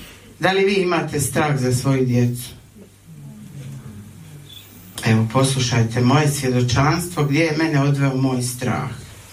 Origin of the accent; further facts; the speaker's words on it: Dubrovnik, Dubrovnik-Neretva County, Croatia; dolazim iz Dubrovnika.